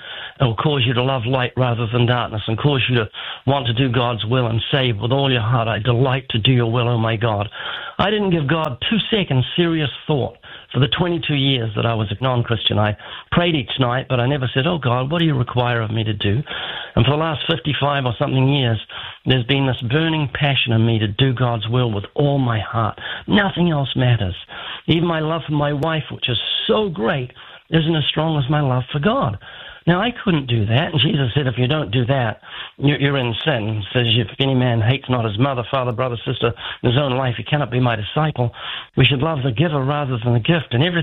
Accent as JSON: {"language": "English", "country": "New Zealand", "tie": "born there", "said": "I was born in New Zealand."}